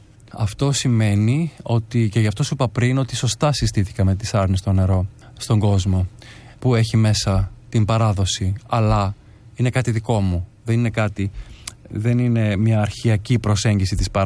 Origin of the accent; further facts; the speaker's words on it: Northern Greece, Greece; also born or lived in Xanthi / Kozani; βορειοελλαδίτης είμαι έτσι κι αλλιώς, γιατί η καταγωγή μου είναι και από Ξάνθη και από Κοζάνη, Μακεδονία, Θράκη